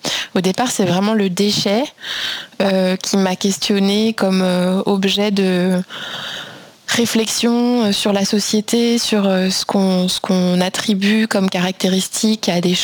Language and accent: French; France; also born or lived in Brussels, Belgium; Mais au départ, je suis française et j'ai un parcours de sciences sociales au sens large avant de me spécialiser en anthropologie.